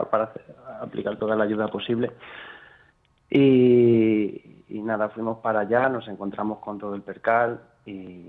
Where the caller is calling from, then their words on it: Sotillo de la Adrada, Castile and León, Spain; Yo ahora mismo estoy en Sanse, de hecho soy vecino de Sotillo.